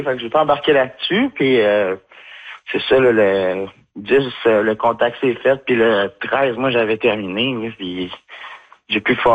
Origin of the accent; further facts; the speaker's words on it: Quebec City, Quebec, Canada; Tu sais, moi, j'ai grandi à Québec, mm-hmm. puis c'est ma mère qui vient de Pessamit, moi, j'ai grandi à Québec